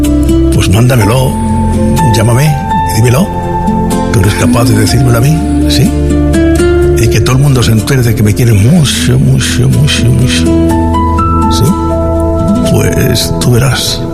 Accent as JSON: {"language": "Spanish", "country": "Spain", "said": "Me siento español porque soy español y porque amo mi bandera"}